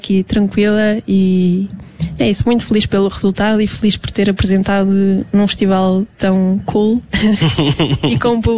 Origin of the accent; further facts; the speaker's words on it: Lagos, Algarve, Portugal; em Lagos, na minha cidade natal.